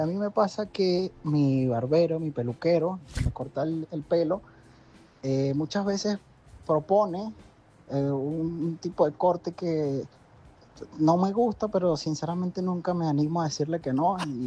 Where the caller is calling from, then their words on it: Venezuela; Les envío desde Madrid. Yo soy de Venezuela y no me pierdo nunca su programa.